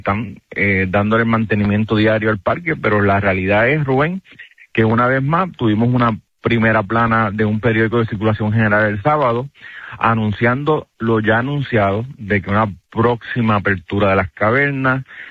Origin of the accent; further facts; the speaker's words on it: Camuy, Puerto Rico; y, por supuesto, de mi pueblo de Camuy.